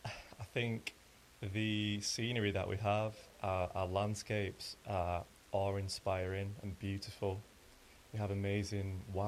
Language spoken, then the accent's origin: English; Dukinfield, North West England, United Kingdom; now in Mossley, United Kingdom; I'm 33, I've grown up here, I live in Mosley, but I grew up in Duckingfield, and yeah, I'm a local